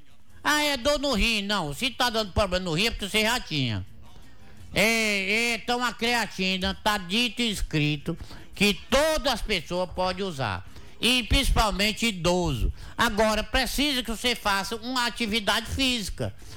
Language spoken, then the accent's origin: Portuguese; Ipu, Ceará, Brazil; born there; Só eu que nasci na maternidade, de 7 meses. Nasci numa cidadezinha de Ipu, no Ceará, Ipu.